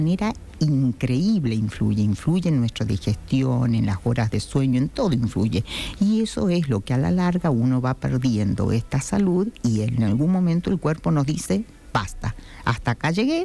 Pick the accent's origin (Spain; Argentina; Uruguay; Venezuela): Argentina; San Juan